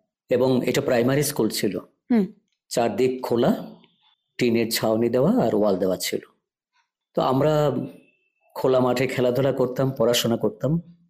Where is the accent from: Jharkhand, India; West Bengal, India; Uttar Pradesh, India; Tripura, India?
Tripura, India; Agartala; আমার জন্ম আগরতলাতেই। ছোটবেলা তো স্বাভাবিকভাবেই আগরতলাতেই কেটেছে, এখনো কাটছে, এত যে বয়স হয়েছে।